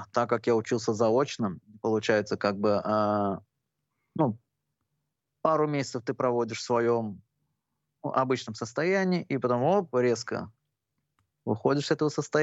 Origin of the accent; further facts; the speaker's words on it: Azerbaijan; я азербайджанец